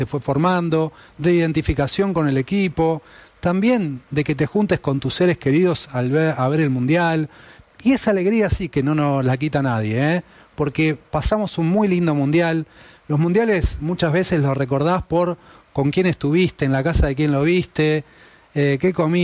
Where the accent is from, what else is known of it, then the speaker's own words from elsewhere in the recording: Argentina; es parte de lo que somos como argentinos.